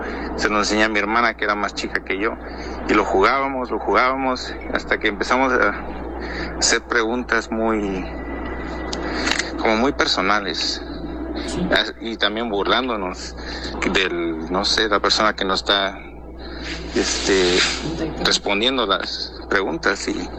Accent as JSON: {"language": "Spanish", "region": "Morelos", "country": "Mexico", "lives_now": "Arizona, United States", "said": "soy de Arizona, originalmente de Morelos."}